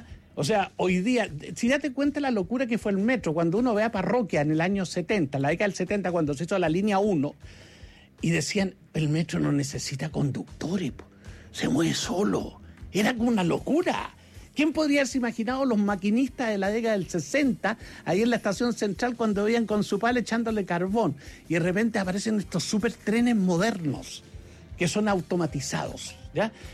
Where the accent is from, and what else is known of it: Argentina